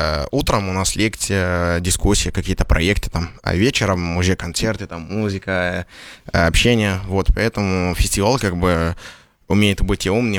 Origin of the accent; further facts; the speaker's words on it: Algeria; Russian is a second language; moved away as an adult; now in Russia; Вот, я родом из Алжира. Приехал, ну, учиться в Россию, во-первых, и вот сюда приехал в Екатеринбург